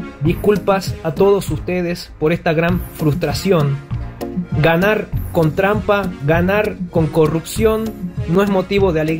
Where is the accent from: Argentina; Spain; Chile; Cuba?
Argentina; como argentino, le doy disculpas por el robo que le ha hecho la FIFA a su país y a sus jugadores y a su gran director técnico. Yo amo mi país, amo Argentina, pero no me gusta la corrupción.